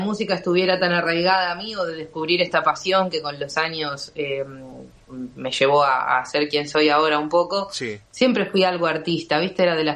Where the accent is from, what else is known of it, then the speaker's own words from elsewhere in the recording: Lanús, Buenos Aires Province, Argentina; De Lanús, de Buenos Aires.